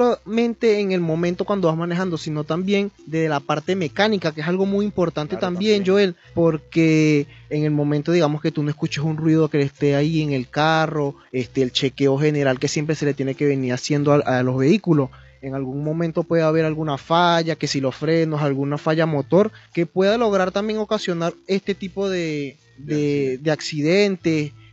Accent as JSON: {"language": "Spanish", "country": "Venezuela"}